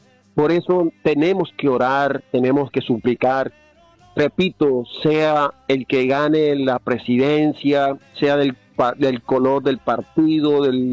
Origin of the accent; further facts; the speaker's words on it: Colombia; nuestra responsabilidad como ciudadanos colombianos